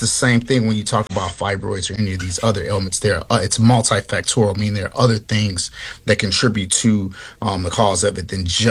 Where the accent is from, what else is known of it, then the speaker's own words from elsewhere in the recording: Chicago, Illinois, United States; you know, I'm from Chicago